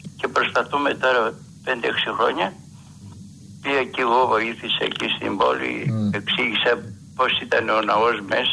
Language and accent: Greek; Istanbul, Turkey; Τον τελευταίο και μετά ο πατέρας μου έγινε ιερεύς και έτσι εγώ μεγάλωσα γεννήθηκα στην Κωνσταντινούπολη.